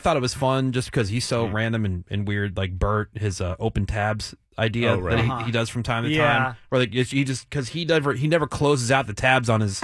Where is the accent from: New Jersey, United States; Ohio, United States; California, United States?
New Jersey, United States; well, I grew up in Jersey.